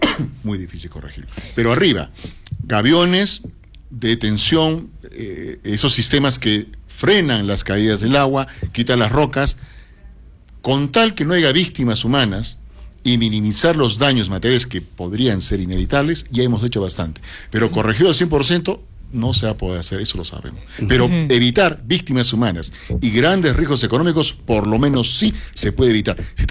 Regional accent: Arequipa, Peru; O no soy arequipeño, pues. ¿De dónde soy, no? ¿Dónde viví? ¿Dónde nací? ¿Dónde me he criado? No se necesita nacer en Arequipa para amar esta tierra.

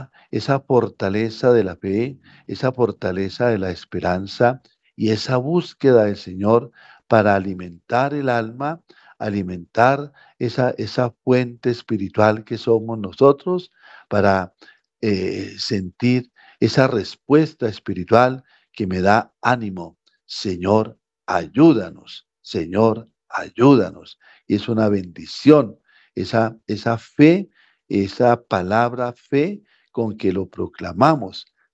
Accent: Roldanillo, Valle del Cauca, Colombia; moved away; Allá en mi tierra fue muy duro, en Roldanillo Valle

